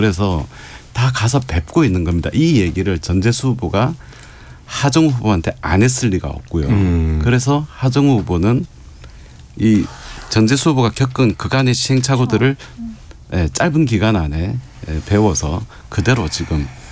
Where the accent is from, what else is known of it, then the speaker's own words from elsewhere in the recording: Busan, South Korea; 부산 출신이고 이 지역은 지역이 좋아서 저희 지난 총선에서 17-1로 이 한석을 건진 지역이 아닙니다.